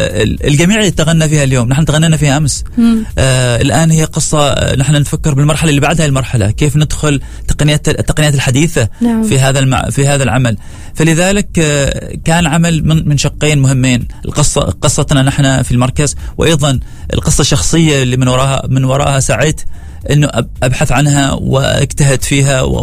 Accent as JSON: {"language": "Arabic", "country": "Oman", "said": "أفتخر بهذا الإنجاز كعماني، أفتخر فيه كعربي"}